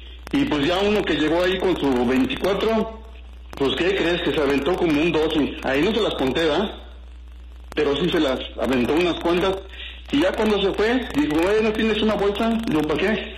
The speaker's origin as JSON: {"language": "Spanish", "town": "Tepatitlán", "region": "Jalisco", "country": "Mexico"}